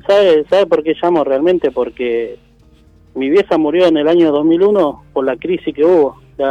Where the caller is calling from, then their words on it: Pilar, Buenos Aires Province, Argentina; Yo soy de acá, de Pilar, que bueno. Estoy trabajando. Soy de Pilar, zona norte de Buenos Aires.